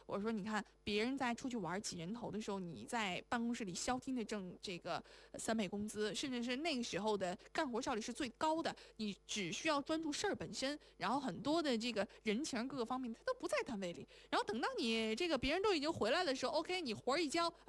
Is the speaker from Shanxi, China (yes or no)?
yes; Shanxi, China; now in Beijing, China; 作为山西人，然后在北京上班，